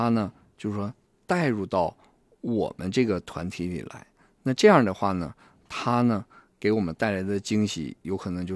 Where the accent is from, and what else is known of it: Northeast China, China